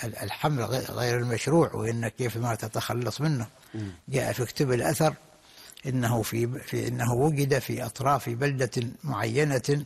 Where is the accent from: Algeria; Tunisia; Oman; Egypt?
Oman; فدائما الإنسان حتى عندنا في عمان كنا نحن يعني في السابق نرى أن الشخص الذي عنده عدد من الأولاد ينظر إليه بهيبة وإجلال،